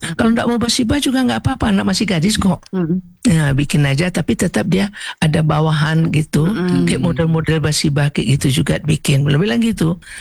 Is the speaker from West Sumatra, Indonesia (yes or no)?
yes; West Sumatra, Indonesia; Kalau kita Minang gak pakai batik di bawah.